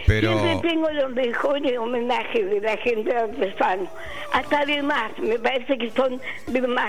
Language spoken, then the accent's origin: Spanish; Nueva Helvecia, Colonia, Uruguay; Pero soy de Nueva Helvecia, de toda una vida.